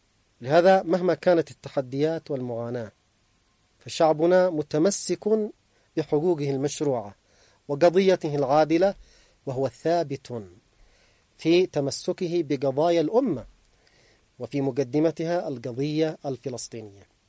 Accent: Yemen; نحن كشعب يمني

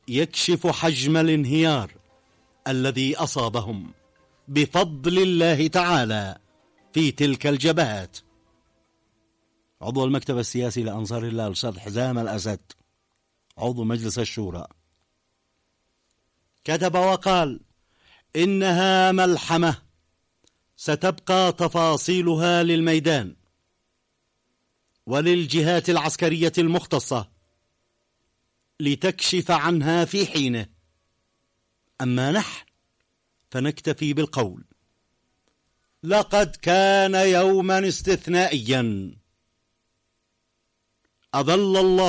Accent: Sanaa, Amanat Al Asimah, Yemen; عندنا في صنعاء

